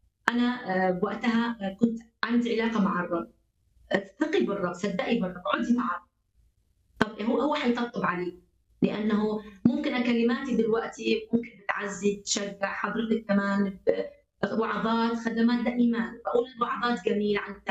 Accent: Iraq; وأنا كعراقية المفروض أنا أصلي وأتشفع لبلد

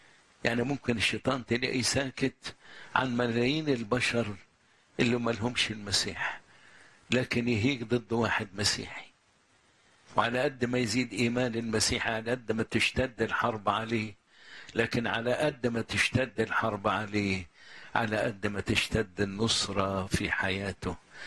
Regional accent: Egypt; بلادنا مصر

